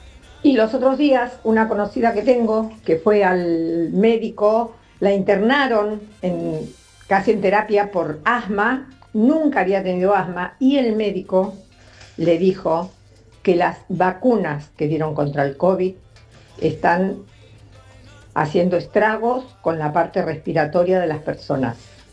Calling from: Ituzaingó, Buenos Aires Province, Argentina; de Ituzaingó, tengo para 73 años.

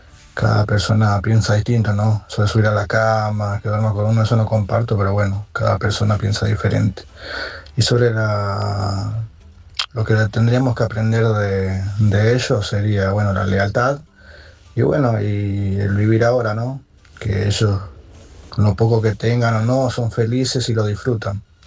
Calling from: Ciudad Evita, Buenos Aires Province, Argentina; de Ciudad Evita.

